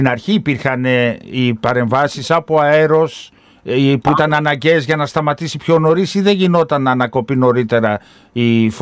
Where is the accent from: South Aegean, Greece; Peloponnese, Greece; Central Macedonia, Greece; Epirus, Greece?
Epirus, Greece; Konitsa; Εντάξει, εμένα είναι ο τόπος μου.